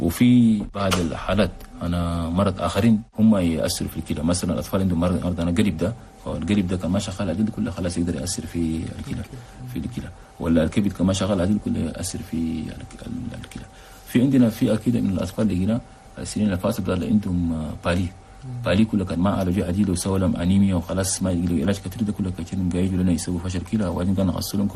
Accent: Chad; هسه ما ده بس عندنا في تشاد ده النظام السائد ده يعني يدير له شيء تغيير

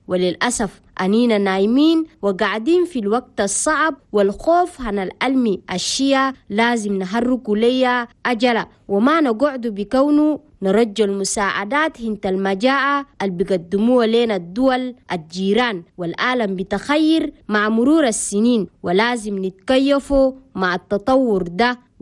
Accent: Chad; ويجب مننا كلنا كتشاديين لازم نبقى عندنا قدرة لنأكل نفسنا بإيدنا

